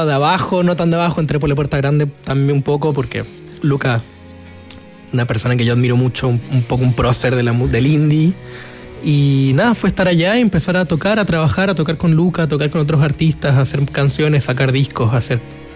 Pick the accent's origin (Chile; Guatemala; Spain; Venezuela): Chile; Santiago, Santiago Metropolitan; accent: medio raro; also born or lived in Buenos Aires, Argentina; De acá de Santiago, tengo un acento medio raro, viví en Argentina un tiempo y a veces cuando estoy muy en contacto con mi gente de allá, hablando por teléfono y cosas, se me pega.